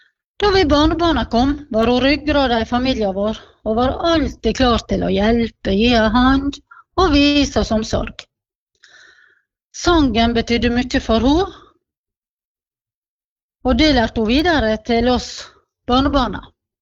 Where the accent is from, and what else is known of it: Giske, Møre og Romsdal, Norway; born or raised there; now in Sykkylven, Norway